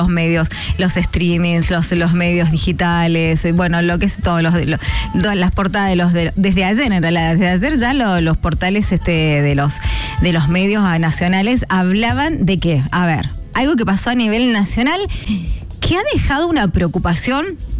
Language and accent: Spanish; Argentina; todo lo que nos pasa a nosotros como argentinos, como, bueno, o como humanidad en realidad